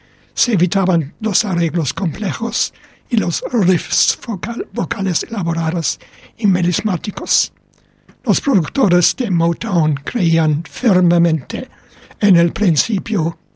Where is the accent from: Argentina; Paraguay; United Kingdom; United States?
United Kingdom; Spanish is a second language; Yo, siendo británico, y algunos van a decir ahora, y eso es Queen's English, este es el inglés de Inglaterra.